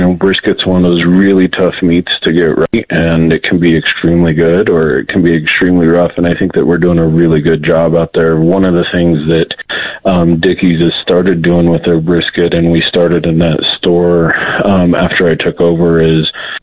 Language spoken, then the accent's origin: English; Colorado, United States; born and raised in Colorado, grew up on the Eastern Plains, went to Colorado State